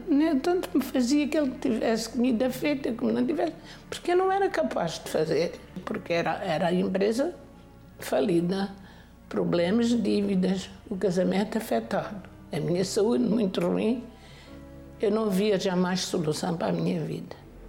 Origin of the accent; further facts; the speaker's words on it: Alentejo, Portugal; born there; now in Sintra area, Portugal; tenho um apartamento no Alentejo onde nasci